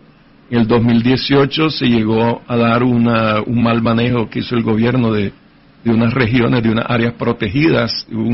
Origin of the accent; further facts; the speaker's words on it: Managua, Nicaragua; Pues yo soy de Managua, Nicaragua. Nací en 1963, tengo 61 años de edad.